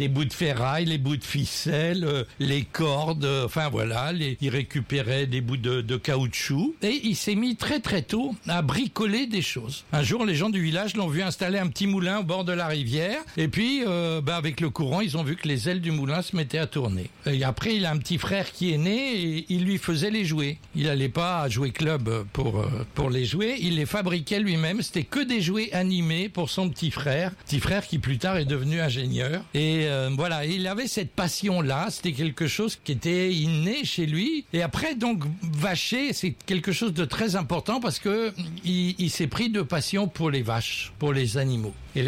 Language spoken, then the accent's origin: French; Centre-Val de Loire, France; il était né le 30 décembre 1909 à Vienne-en-Val, donc tout près de mon village natal.